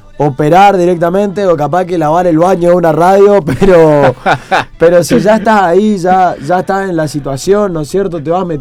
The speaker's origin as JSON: {"language": "Spanish", "region": "Misiones", "country": "Argentina", "said": "Yo soy de Misiones, no tiro ni para los azules y blancos ni para los celestes."}